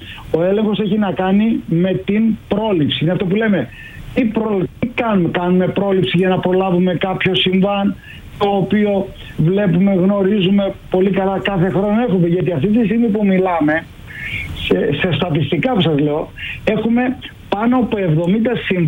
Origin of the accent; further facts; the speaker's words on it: Greece; Εγώ είμαι Έλληνας πάνω απ' όλα.